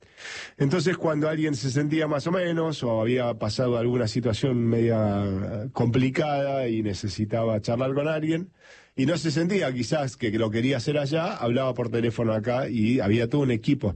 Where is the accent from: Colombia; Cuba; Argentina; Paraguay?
Argentina; Somos argentinos, somos de sangre caliente